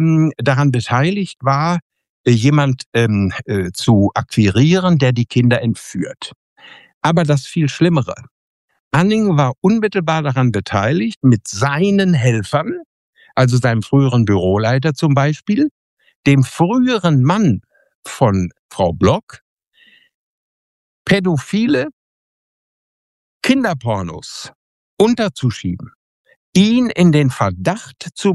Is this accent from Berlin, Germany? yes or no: no; Bünde, North Rhine-Westphalia, Germany; freue ich mich, dass ich übermorgen am Donnerstag in Bünde in Westfalen, in meiner Heimat, viele unserer Zuschauer hoffentlich treffen werde.